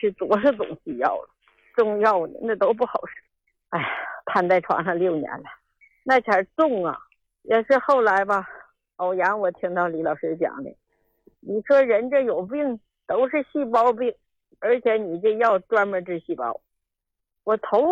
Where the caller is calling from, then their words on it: Shenyang, Liaoning, China; 哎呀，今年我都80了，我是个老太太